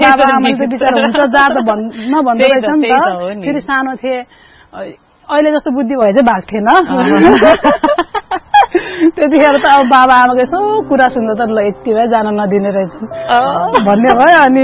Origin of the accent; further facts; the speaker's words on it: Darbang, Gandaki Province, Nepal; moved away; म हुर्केको चाहिँ दरबाङमा